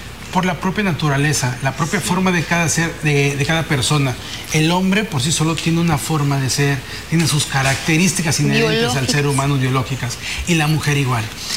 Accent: Acapulco, Guerrero, Mexico; now in Tabasco, Mexico; Yo soy de Acapulco. Ahí la verdad que mi familia sí es muy devota de la Virgen de Guadalupe.

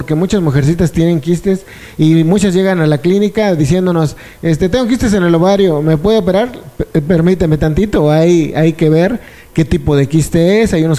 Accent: Ciudad Hidalgo, Michoacán, Mexico; Mi ciudad natal se llama Ciudad Hidalgo.

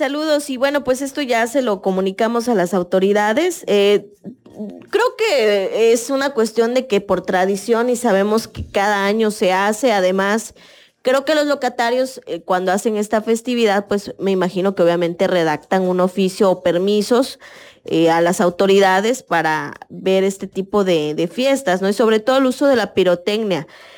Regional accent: Mexico

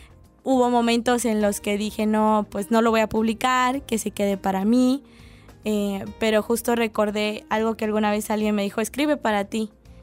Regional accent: Chiapas, Mexico; ¿tú eres de Chiapas? Y yo, sí.

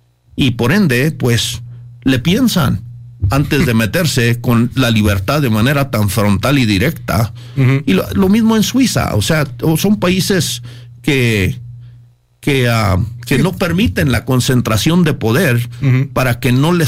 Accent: Chihuahua, Mexico; born there

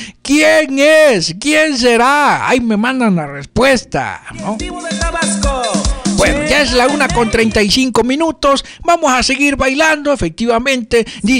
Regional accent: Tonalá, Chiapas, Mexico; no puede faltar aquí a mi tierra, a mi pueblo, ¿verdad? Aquí donde estamos nosotros en Tonalá

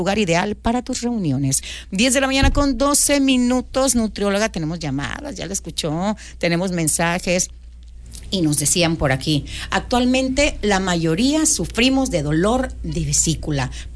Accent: Mexico; Así somos los mexicanos y los mapanecos

